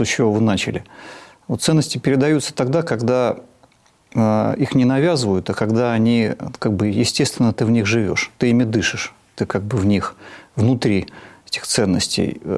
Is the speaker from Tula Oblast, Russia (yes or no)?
yes; Tula Oblast, Russia; also born or lived in Siberia; Ну, я жил в разных местах. Родился в Сибири, но я этого как бы особенно не помню. А детство мое прошло в Тульской области. вот, на одной железнодорожной станции, где мой отец был врачом